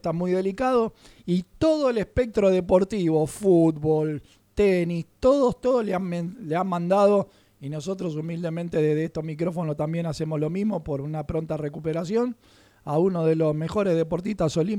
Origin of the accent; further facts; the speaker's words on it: Argentina; Nosotros somos argentinos